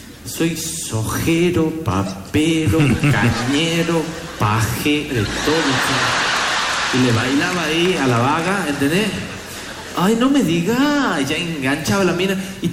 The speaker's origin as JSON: {"language": "Spanish", "town": "Famaillá", "region": "Tucumán", "country": "Argentina", "tie": "born or raised there", "said": "Y yo me iba de Famaillá, mi pueblo, a Montero, que queda 15 kilómetros."}